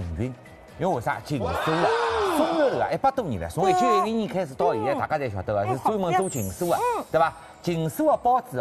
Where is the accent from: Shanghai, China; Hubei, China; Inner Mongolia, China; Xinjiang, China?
Shanghai, China; 哎，阿拉上海人叫碧绿上青